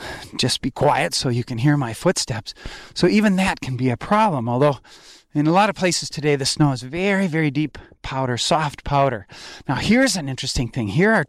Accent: Wisconsin, United States; although I grew up in Wisconsin in hunting country.

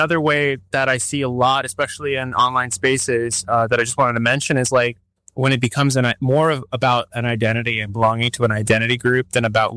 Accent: Texas, United States; born there; You know, like, I was born in Texas. I know like how reactionary people can get.

